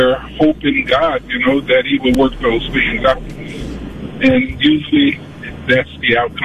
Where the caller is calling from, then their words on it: Coon Rapids, Minnesota, United States; calling from Coon Rapids.